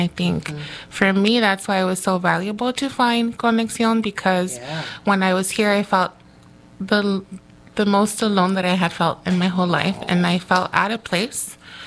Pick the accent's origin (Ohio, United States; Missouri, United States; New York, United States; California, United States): California, United States; Los Angeles; I was born in the East L.A. So yo soy de Boyle Heights, del este de Los Ángeles. And I grew up all around just L.A., like the neighboring small cities. So Montebello, Alhambra, and Monterey Park, which, those were my stomping grounds.